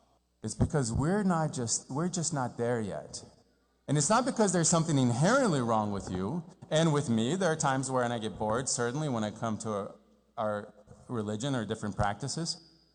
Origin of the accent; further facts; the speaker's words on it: Rio de Janeiro, Brazil; moved away; I grew up in Rio de Janeiro